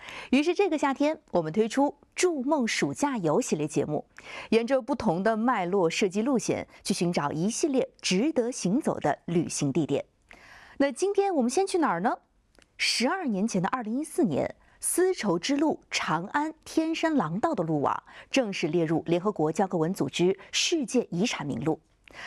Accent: Xi'an, Shaanxi, China; 从我的家乡西安出发

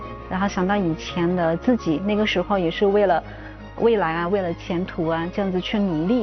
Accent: China; 我自己作为一个中国人的话，那做这个行业已经很多年了，也是非常希望也很支持由我们中国人来做一个中国人自己的一个比较好的一个品牌。

